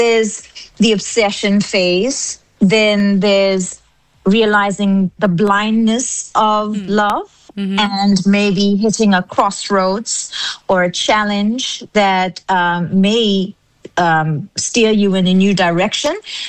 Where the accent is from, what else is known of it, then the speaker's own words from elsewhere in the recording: South Africa; I'm keeping in touch with who I am as a South African.